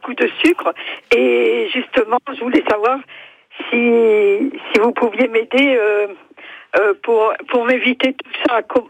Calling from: Ajaccio, Corsica, France; Ah, parce que moi, je suis à Ajaccio.

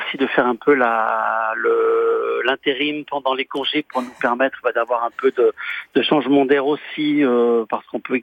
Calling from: Lyon, Auvergne-Rhône-Alpes, France; J'appelle de Lyon.

